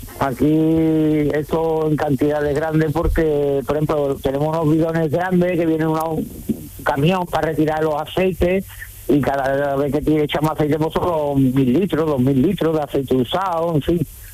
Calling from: Seville, Andalusia, Spain

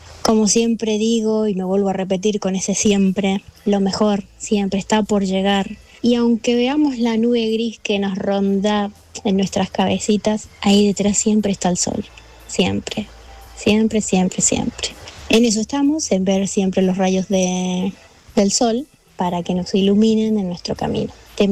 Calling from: Seville, Andalusia, Spain; de Sevilla.

